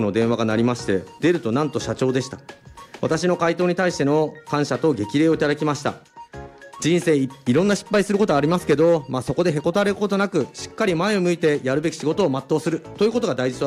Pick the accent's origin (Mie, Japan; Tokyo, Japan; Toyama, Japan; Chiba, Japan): Chiba, Japan; moved away as an adult; also born or lived in Morioka, Iwate / Aomori; 実は私は出身千葉県でして、就職するまでずっと千葉でしたので、最初は岩手県というそれなりのショックはありましたけど